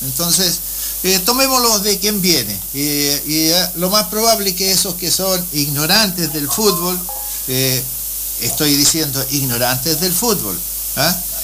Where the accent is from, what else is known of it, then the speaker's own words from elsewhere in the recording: Chile; no significa que yo voy a dejar de ser chileno